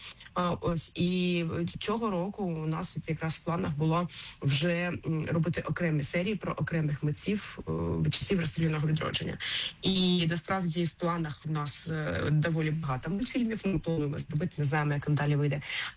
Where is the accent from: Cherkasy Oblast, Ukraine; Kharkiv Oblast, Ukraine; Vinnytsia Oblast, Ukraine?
Kharkiv Oblast, Ukraine; Kharkiv; Я сама з Харкова родом, і треба сказати, що коли я в дитинстві